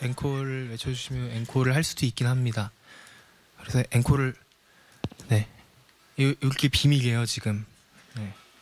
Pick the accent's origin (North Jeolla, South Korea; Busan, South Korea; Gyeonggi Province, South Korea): Gyeonggi Province, South Korea; Siheung; 저는 경기도 시흥시 매화동에서 왔습니다.